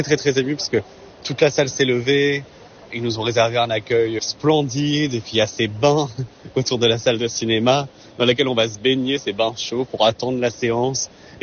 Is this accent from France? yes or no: yes; France; on n'a pas forcément l'habitude d'aller à ce festival et d'exporter des films là-bas en tant que Français